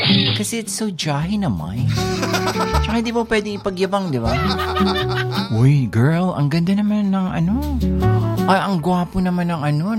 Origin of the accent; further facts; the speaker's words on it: Maramag, Bukidnon, Philippines; ako pinanganak ako sa Bukidnon. Pinanganak ako sa Central Mindanao University sa Maramag, Bukidnon. Kaya naman, nag-spend ako ng ilang taong ko doon. Naging teenager. Doon ako nag-teenager.